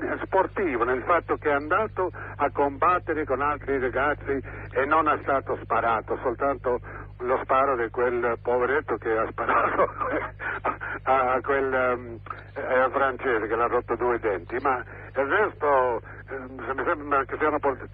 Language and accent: Italian; Mexico; born there; Italian is a second language; mia madre, sono nato in Messico, è bello dire, ma non è che io dico Messico è il miglior paese del mondo